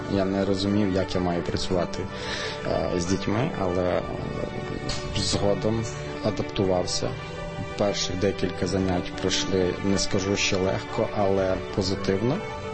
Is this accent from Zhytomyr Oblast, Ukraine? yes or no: yes; Zhytomyr Oblast, Ukraine; я сам з Житомирщини